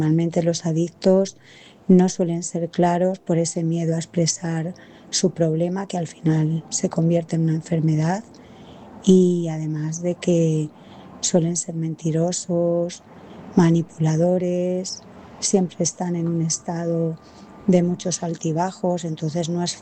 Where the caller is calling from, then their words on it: Madrid, Community of Madrid, Spain; llamo desde Madrid.